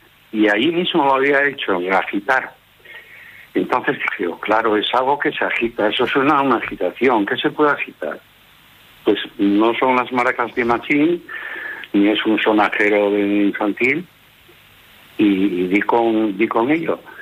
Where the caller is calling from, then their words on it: Asturias, Spain; Desde Asturias.